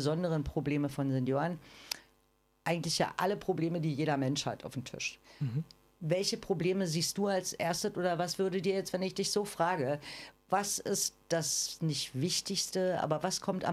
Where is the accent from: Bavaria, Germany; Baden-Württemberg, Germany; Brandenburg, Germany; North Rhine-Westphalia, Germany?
Brandenburg, Germany; Rathenow; also ich kenne das dann aus Rathenow, wo ich herkomme und habe da den Kinder- und Jugendparlament gegründet